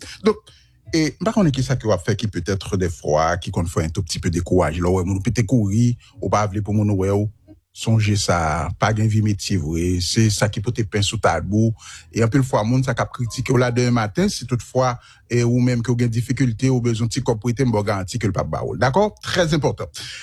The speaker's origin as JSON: {"language": "French", "country": "Haiti", "moved": "yes", "said": "je suis d'Haïti"}